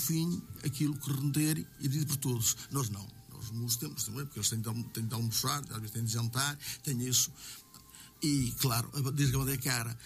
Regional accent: Portugal; Eu sou de uma família de músicos. Portanto, eu respiro música. Eu sou de Fariamundo, tenho 67 anos, como disse.

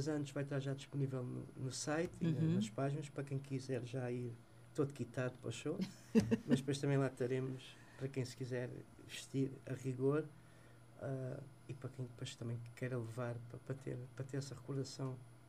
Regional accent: Lisbon, Portugal; Eu sou lisboeta, nasci em Lisboa, ao pé da Feira Popular, na rua Elis Garcia, sou mesmo dali.

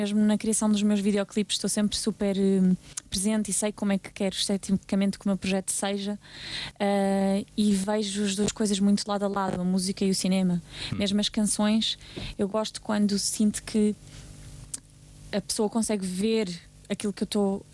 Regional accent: Lisbon, Portugal; also born or lived in Porto; É verdade, nasci no Porto, grande parte da minha família vive no Porto e eu sinto-me sempre na minha gênese do Porto, mas eu vivo cá desde pequenina, que os meus pais vieram para cá trabalhar, então já vivo em Lisboa há mais tempo do que alguma vez vivi no Porto.

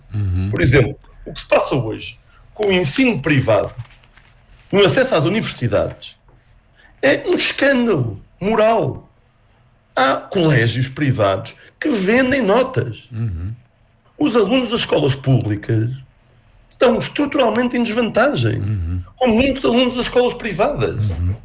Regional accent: Portugal; Nós nascemos em Portugal

